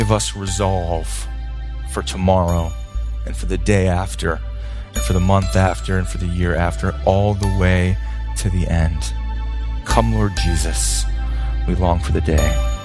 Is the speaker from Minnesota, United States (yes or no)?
yes; Lake Elmo, Minnesota, United States; Growing up in Lake Elmo, Minnesota, my family and I lived in the same house for 18 years.